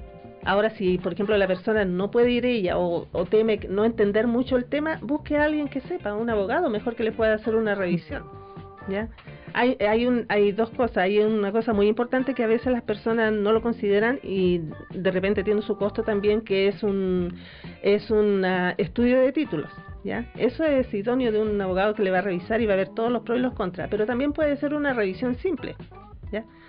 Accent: Coquimbo, Chile; yo en realidad soy de Coquimbo, pero estoy acá en Vicuña los jueves, viernes y sábados

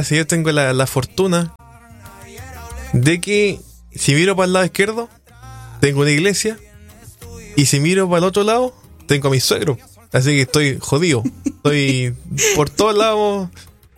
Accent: Chile; nosotros como chilenos

